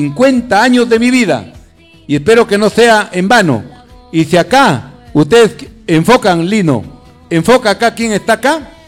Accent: Olmos, Lambayeque, Peru; born there; porque yo aquí nací en Olmos

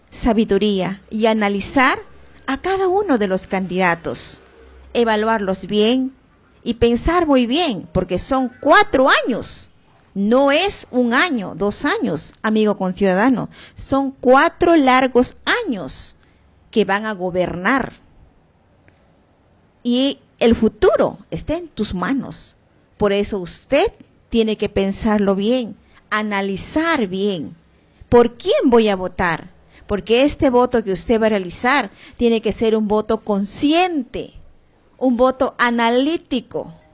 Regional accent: Pichanaki, Junín, Peru; en mi distrito de Pichanaki, soy de aquí, de Pichanaki.

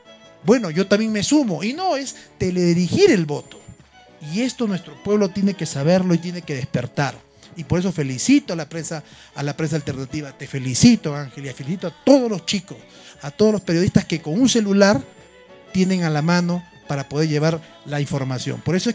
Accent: Huacho, Lima, Peru; yo tengo 43 años, soy huachano, mi madre es de Ayacucho, mi padre también es de Huacho

